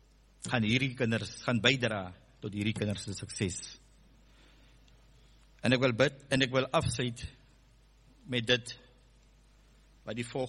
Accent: Heidelberg, Western Cape, South Africa; Ek kom van Noordkaap, ek kom van Hessekwa, Heidelberg, Slangrivier, terug Oudtshoorn toe.

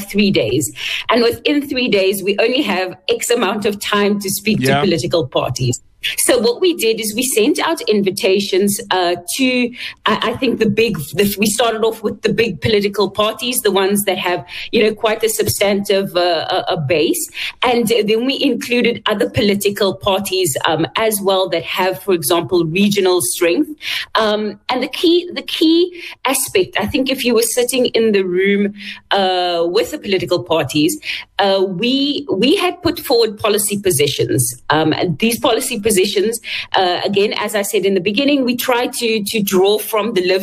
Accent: South Africa; But over and above that, we are all South African citizens. And there are common challenges that all of us face.

